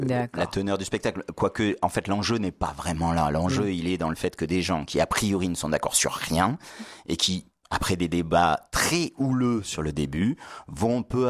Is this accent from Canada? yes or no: no; Avignon, Provence-Alpes-Côte d'Azur, France; born there; moved away; Moi, je suis né à Avignon.